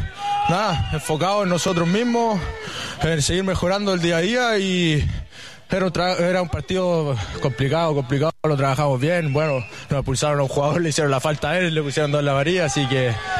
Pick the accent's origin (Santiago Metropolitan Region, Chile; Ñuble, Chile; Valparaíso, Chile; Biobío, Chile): Biobío, Chile; Los Ángeles; Yo soy de Los Ángeles.